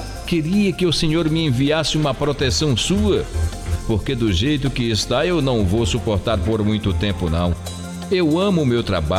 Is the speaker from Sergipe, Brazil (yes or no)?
yes; Aracaju, Sergipe, Brazil; sou de Aracaju, capital sergipana. Essa é a minha história de vida.